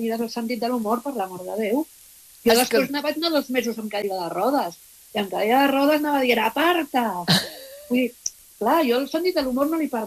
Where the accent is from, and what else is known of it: Barcelona, Catalonia, Spain